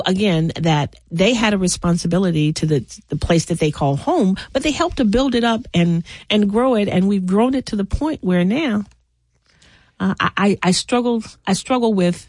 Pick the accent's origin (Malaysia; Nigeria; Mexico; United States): United States; Nashville, Tennessee; I grew up in North Nashville